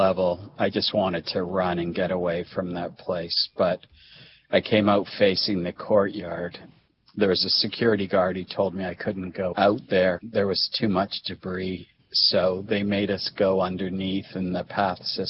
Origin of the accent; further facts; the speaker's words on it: Canada; moved away as an adult; I'm a Canadian. I was living and working in New York. I lived in New Jersey.